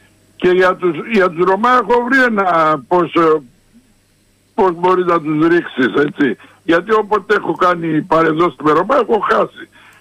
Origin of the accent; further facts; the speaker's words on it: Greece; Έλληνες υπάρχουν επειδή τους ξέρουμε, επειδή είμαστε από εδώ, επειδή είμαστε Έλληνες.